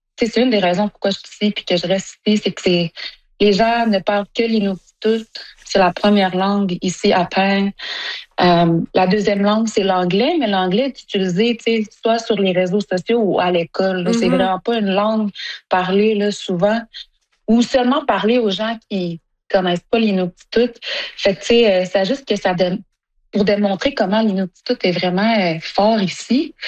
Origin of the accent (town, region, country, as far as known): Sept-Îles, Quebec, Canada; born or raised there; moved away as an adult